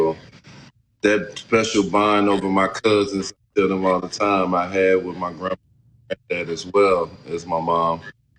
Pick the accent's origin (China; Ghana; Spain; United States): United States; East St. Louis, Illinois; I was a kid from East St. Louis that grew up.